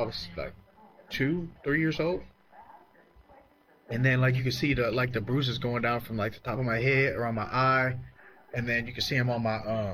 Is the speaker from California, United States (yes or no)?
no; Mississippi, United States; also born or lived in Virginia / Louisiana; But I didn't go, we moved to Mississippi. I spent all my childhood in Mississippi, like right there on the coast, Long Beach, Gulfport, Socia, Lyman, all over that little area. And then my teen years, I was in Louisiana, I lived in Louisiana.